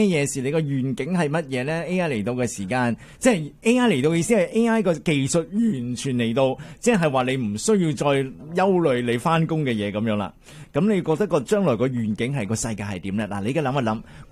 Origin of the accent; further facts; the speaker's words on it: China; 即系作为我哋中国人系好勤奋嘅一族嘅